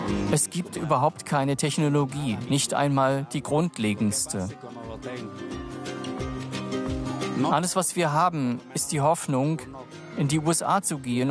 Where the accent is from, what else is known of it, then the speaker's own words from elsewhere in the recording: Honduras; moved away as an adult; Ich komme aus Honduras. Wir sind Auswanderer. Wir sind aus wirtschaftlichen, politischen, kulturellen und sozialen Gründen ausgewandert